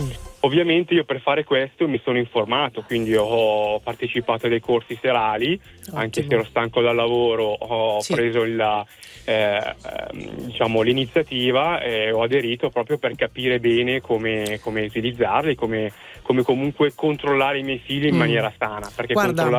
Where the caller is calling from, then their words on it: Bergamo, Lombardy, Italy; direzione Bergamo.